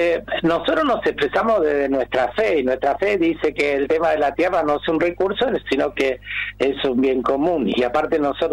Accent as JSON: {"language": "Spanish", "country": "Argentina"}